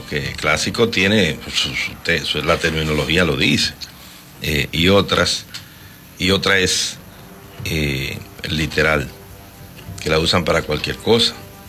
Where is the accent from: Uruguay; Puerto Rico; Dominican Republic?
Dominican Republic; somos dominicanos